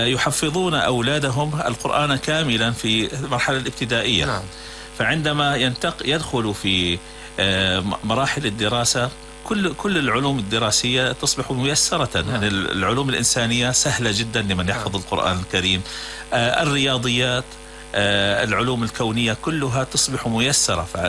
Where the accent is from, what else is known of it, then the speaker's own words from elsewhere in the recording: Syria; عندنا في سوريا الحرة، يعني في مناطق الشمال المحرر